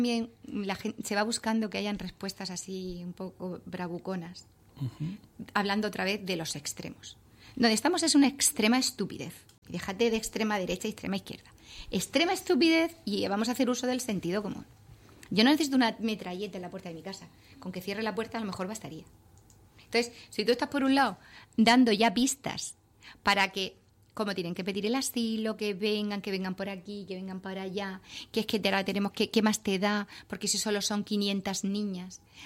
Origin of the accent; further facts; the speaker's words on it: Spain; yo soy española, pobre, y me llevan a Japón